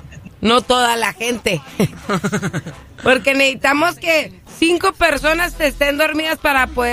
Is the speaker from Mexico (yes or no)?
yes; Mexico; en México celebramos con tacos